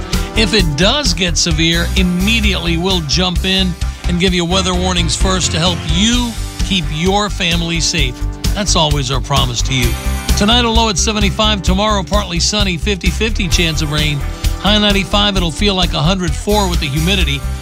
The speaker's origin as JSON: {"language": "English", "town": "Tampa", "region": "Florida", "country": "United States", "tie": "born or raised there", "lives_now": "Orlando, United States", "said": "Well, since I grew up in Tampa and I've lived in Orlando for, I don't know, about 20, 25 years"}